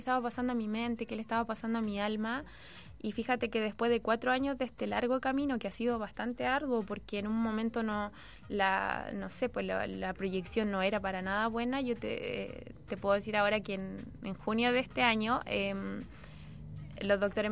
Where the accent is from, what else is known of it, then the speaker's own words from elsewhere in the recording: San Antonio, Valparaíso, Chile; yo soy de San Antonio